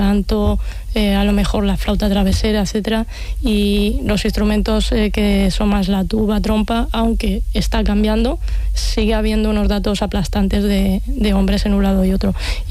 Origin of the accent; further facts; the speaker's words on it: Puertollano, Castilla-La Mancha, Spain; yo soy manchega, soy de Puerto Llano, de Ciudad Real.